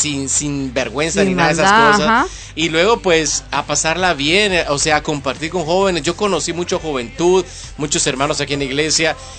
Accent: Guatemala; moved away; uno se acuerda cuando uno estaba en su país, cuando estaba chiquitito, yo estaba en la escuela, hacíamos los lunes cívico y usábamos siempre la bandera, ¿verdad?, de Guatemala

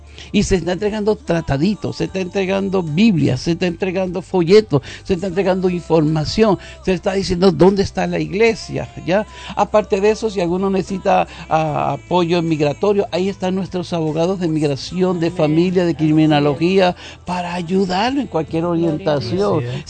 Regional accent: Venezuela; now in United States; yo como venezolano anhelaría que un día tuviéramos el consulado de Venezuela acá.

